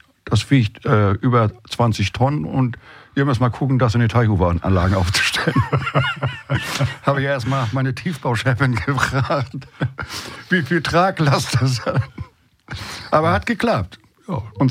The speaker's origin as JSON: {"language": "German", "town": "Neumünster", "region": "Schleswig-Holstein", "country": "Germany", "tie": "born or raised there", "said": "der schönen Stadt Neumünster. Weil ich stehe zu dieser Stadt. Ich bin auch ein Stück weit stolz auf meine Heimatstadt."}